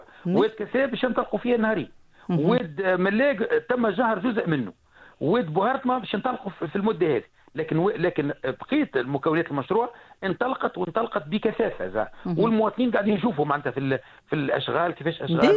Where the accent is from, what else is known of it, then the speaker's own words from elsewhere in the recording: Tunisia; ماخذينه تو 3 مقاولين من اكبر المقاولين اللي عندنا في تونس وينجزوا فيه